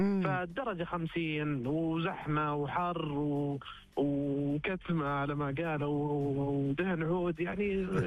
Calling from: Riyadh, Riyadh Province, Saudi Arabia; من الرياض.

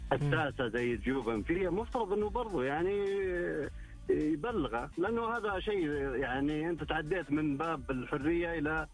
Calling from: Riyadh, Riyadh Province, Saudi Arabia; من الرياض.

